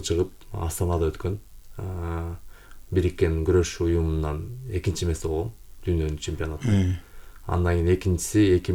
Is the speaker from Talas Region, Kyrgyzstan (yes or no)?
yes; Budyonny, Talas Region, Kyrgyzstan; born there; Мен өзү Талас облусунун Кара Бура районуна караштуу, Чоң Кара Бура районунан Буденый деген айылдан төрөлгөм.